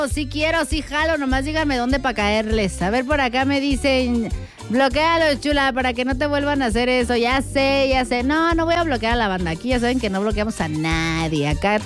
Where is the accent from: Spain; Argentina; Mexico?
Mexico; San Juan del Río, Querétaro; Soy queretana. Soy de San … Soy de San Juan del Río, plebes. De allá vengo. De allá es su morenaza